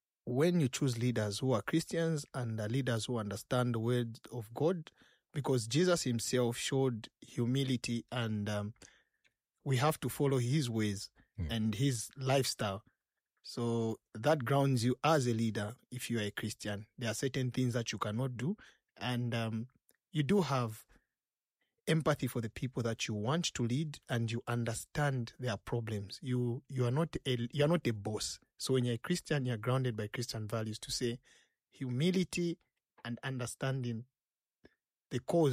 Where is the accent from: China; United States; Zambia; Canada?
Zambia; Lusaka, Lusaka Province; also born or lived in Chilenje; I'm an ordinary youth born on 20th January 1991 at the University Teaching Hospital in Lusaka. I grew up in Matero, where I did my school, both my primary and my secondary, and later on went to Munali, where I did my high school.